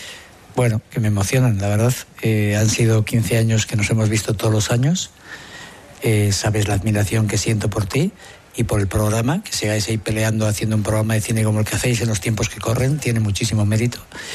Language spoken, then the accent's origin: Spanish; Basque Country, Spain; Claro, yo me siento español, me siento vasco, me siento español, me siento europeo y me siento iberoamericano.